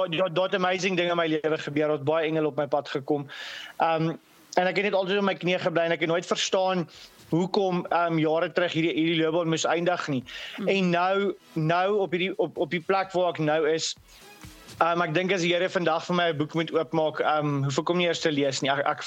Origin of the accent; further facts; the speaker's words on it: Barberton, Mpumalanga, South Africa; now in Meyerton, South Africa; En ja, ek het groot geword in Barberton in daai jare toe die musiek begin het. En ja, maar die wêreld getravel in Meyerton opgeëindig.